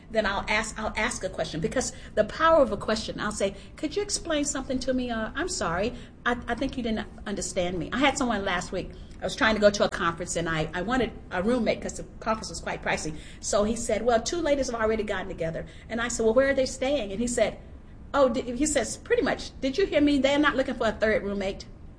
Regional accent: Texas, United States; I grew up in the Jim Crow South, and so I'm thinking, this reminds me of when I was in Texas and I was disadvantaged

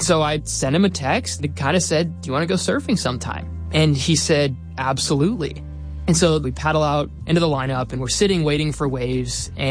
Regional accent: Minnesota, United States; now in San Diego, United States; one of my high school friends that I grew up in Minnesota, had moved 20 minutes away from me to San Diego, California.

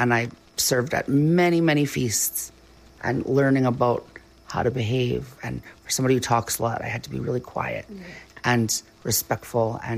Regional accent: Manitoba, Canada; I'm also half Cree. I grew up in Manitoba.

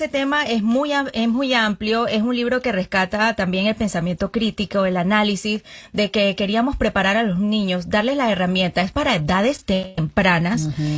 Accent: Panama; now in United States; una actividad que he realizado desde mi país de origen, Panamá

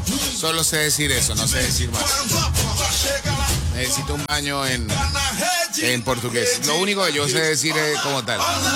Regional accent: Colombia; Si no fuera colombiano

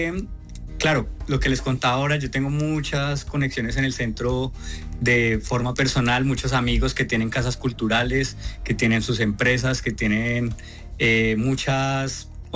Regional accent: Pereira, Risaralda, Colombia; also born or lived in Bogotá; yo desde que llegué acá me crié siempre en el centro, toda la familia de mi mamá ha sido del centro, y yo estoy viviendo en Dos Quebradas

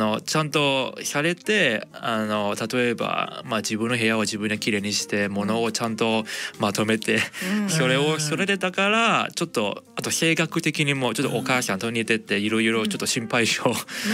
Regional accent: Hong Kong; 僕そもそも香港出身なので、あんまり血液型あんま信じてなかったですね。

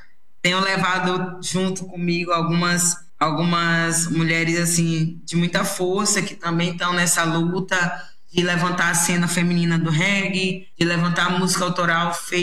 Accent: Maranhão, Brazil; eu vindo de uma região de onde eu venho, do meu território, eu venho do Maranhão

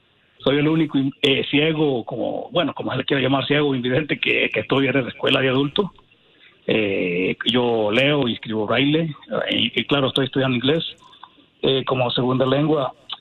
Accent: Chalatenango, El Salvador

